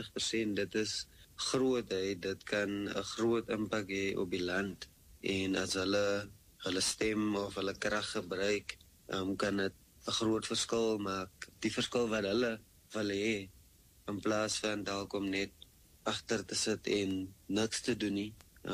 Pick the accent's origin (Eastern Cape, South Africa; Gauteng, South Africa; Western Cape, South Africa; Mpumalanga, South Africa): Eastern Cape, South Africa; Gqeberha; Ek is van Gqeberha in die Ooskaap, dit is waar ek groot geword het. Dit was natuurlik Port Elizabeth